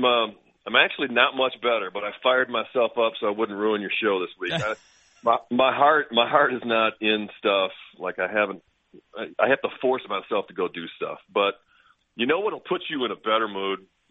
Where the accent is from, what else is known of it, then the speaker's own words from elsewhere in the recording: Wisconsin, United States; growing up in Wisconsin